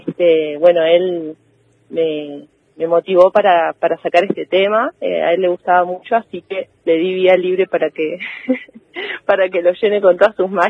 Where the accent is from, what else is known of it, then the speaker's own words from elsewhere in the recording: Esquel, Chubut, Argentina; also born or lived in Tucumán; soy de Esquel